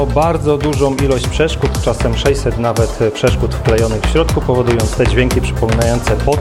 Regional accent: Będzin, Silesian Voivodeship, Poland; z Będzina.

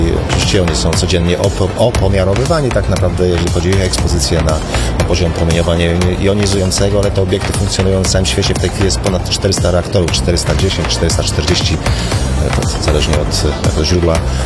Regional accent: Pomeranian Voivodeship, Poland; Przynajmniej z mojego punktu widzenia jestem Pomorzaninem. Nie urodziłem się w Gdańsku, ale jestem z Pomorza i doceniam walory tej części polskiej.

